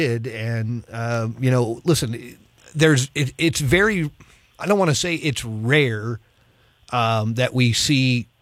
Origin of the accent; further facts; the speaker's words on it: Florida, United States; having grown up in Florida